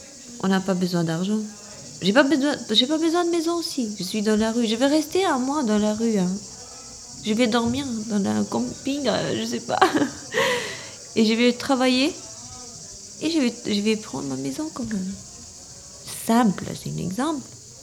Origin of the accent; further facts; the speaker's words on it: Albania; French is a second language; now in France; Oui, mais je suis venue de l'Albanie.